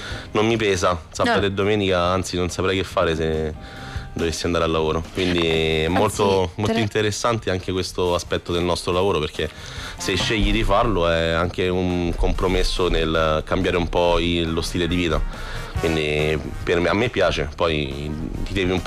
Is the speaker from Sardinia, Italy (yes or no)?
no; Frosinone, Lazio, Italy; io anche che vengo da Frosinone